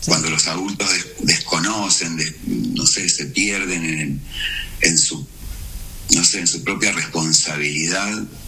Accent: Argentina; me siento argentino

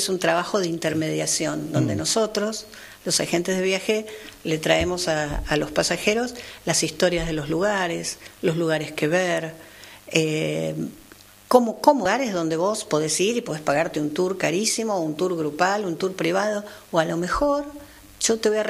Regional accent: Avellaneda, Buenos Aires Province, Argentina; moved away as an adult; now in Martínez, Argentina; Nos fuimos a vivir a Avellaneda. Y ahí estuve, bueno, toda mi niñez, mi adolescencia.

